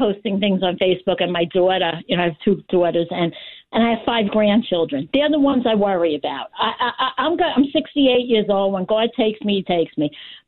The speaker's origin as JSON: {"language": "English", "town": "Jersey City", "region": "New Jersey", "country": "United States", "tie": "born or raised there", "lives_now": "Ocean County, New Jersey, United States", "said": "You know, Rita, I was born and raised in Jersey City"}